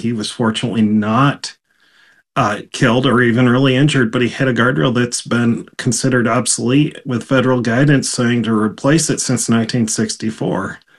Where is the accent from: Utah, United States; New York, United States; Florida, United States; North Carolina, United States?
New York, United States; I grew up in Western New York